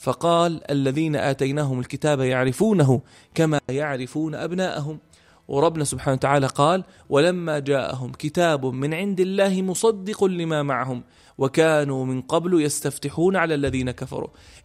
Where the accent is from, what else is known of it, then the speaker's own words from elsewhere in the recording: Jordan; إحنا اليوم بالأردن